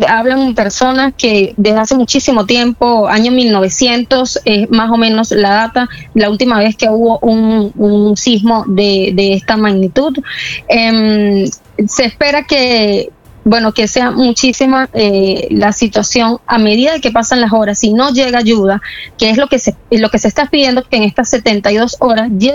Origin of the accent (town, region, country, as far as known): Venezuela